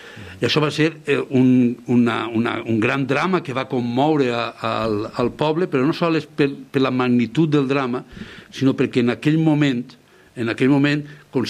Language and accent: Catalan; Ibi, Valencian Community, Spain; Ibi, que és el meu poble